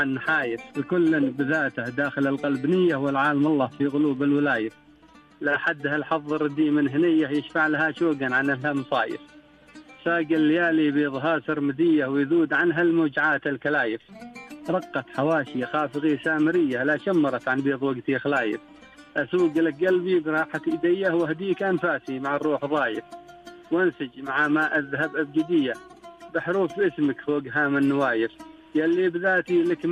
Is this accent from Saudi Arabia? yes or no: no; Dhofar, Oman